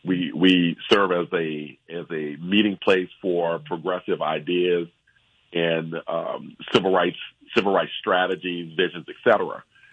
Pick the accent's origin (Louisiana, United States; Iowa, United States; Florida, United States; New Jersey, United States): Louisiana, United States; New Orleans; So I'm from New Orleans, born and raised in New Orleans. I'm a double bison, Howard University, undergrad Howard University School of Law. And I continue to be based in Louisiana, New Orleans, Louisiana.